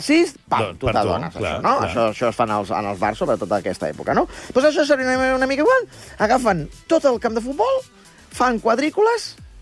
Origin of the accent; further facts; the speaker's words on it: Badalona, Catalonia, Spain; Al meu poble, a Badalona